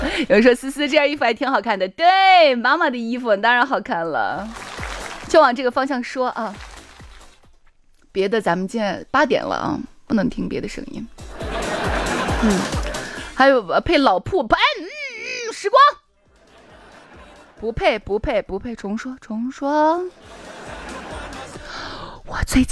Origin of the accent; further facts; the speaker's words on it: Shaanxi, China; accent: Shaanxi dialect; 我们陕西话就这样